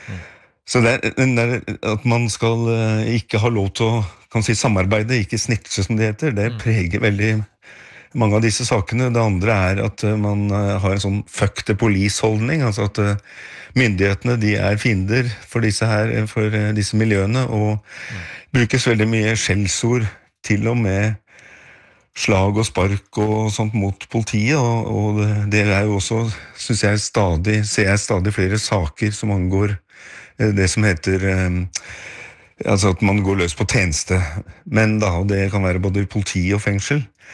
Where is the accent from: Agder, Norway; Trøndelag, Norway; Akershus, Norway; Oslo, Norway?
Oslo, Norway; born or raised there